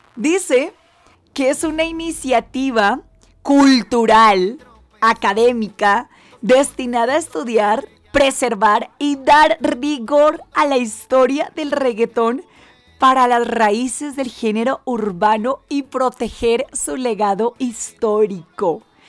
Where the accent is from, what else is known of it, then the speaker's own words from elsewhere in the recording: Colombia; now in Puebla, Mexico; soy colombiana